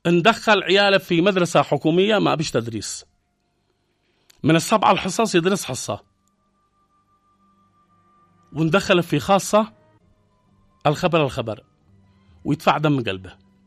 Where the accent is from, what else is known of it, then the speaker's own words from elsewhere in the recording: Yemen; عندنا في اليمن